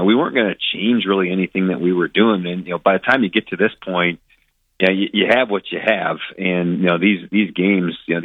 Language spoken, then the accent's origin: English; Ohio, United States; moved away as an adult; now in Iowa, United States; I'm not from Iowa. I'm from Ohio, but I had heard about Northern Iowa living in Ohio